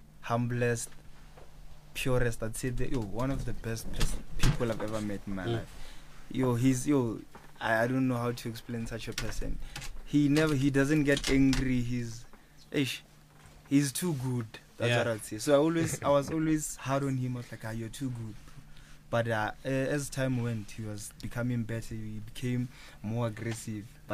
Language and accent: English; Limpopo, South Africa; I'm from Limpopo, Ramamabolo, next to Moria. Next to Obri Mudiwa's place.